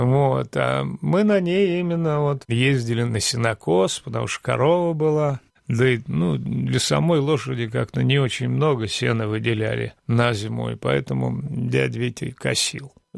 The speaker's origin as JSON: {"language": "Russian", "region": "Saint Petersburg", "country": "Russia", "tie": "born or raised there", "said": "Но так как у меня в паспорте написано место рождения Ленинград, я все время говорю, что нет, я ленинградец, а не санкт-петербуржец."}